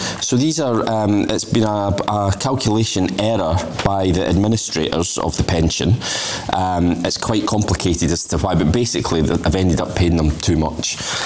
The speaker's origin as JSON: {"language": "English", "region": "Scotland", "country": "United Kingdom", "said": "I know I'm Scottish and miserable"}